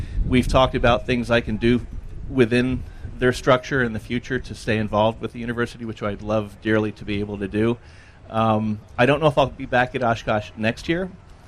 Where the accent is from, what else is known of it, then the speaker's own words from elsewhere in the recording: England, United Kingdom; also born or lived in London; I grew up in England. I moved to London in 1970, and that's